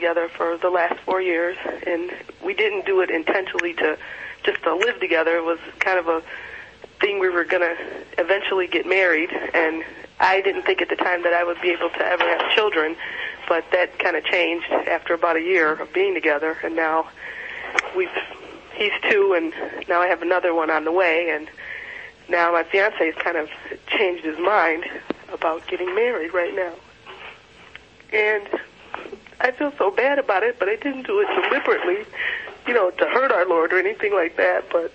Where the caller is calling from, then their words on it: Chicago, Illinois, United States; I'm calling from Chicago.